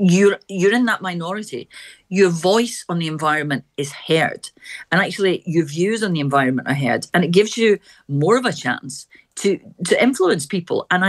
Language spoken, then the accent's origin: English; Clydebank, Scotland, United Kingdom; I grew up in Clydebank, which is pretty working class town, well, very working class town just outside Glasgow.